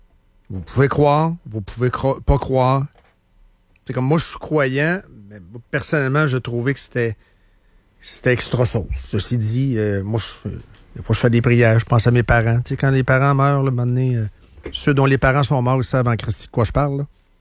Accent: Shawinigan, Quebec, Canada; Je viens de Shawinigan, mais vous autres, vous êtes

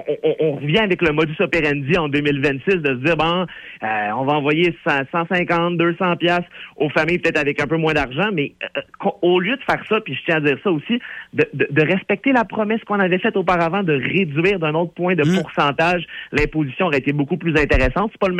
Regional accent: Quebec, Canada

